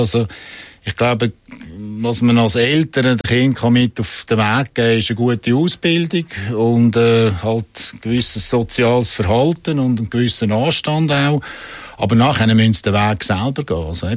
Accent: Zurich, Switzerland; Aber mit den Bündner war wirklich lässig gewesen, auch als Zürcher.

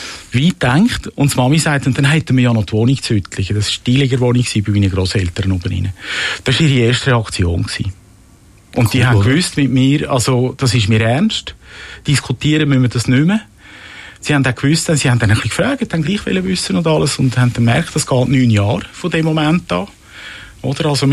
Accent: Rümlang, Zurich, Switzerland; born or raised there

